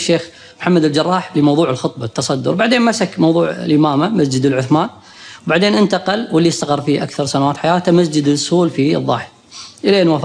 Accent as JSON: {"language": "Arabic", "country": "Kuwait", "said": "عندنا في الكويت"}